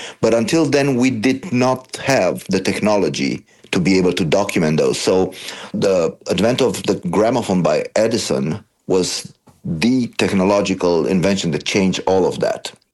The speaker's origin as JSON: {"language": "English", "region": "Transylvania", "country": "Romania", "tie": "born or raised there", "second_language": "English", "said": "So since I grew up in Transylvania, which was one of the area that he concentrated the most"}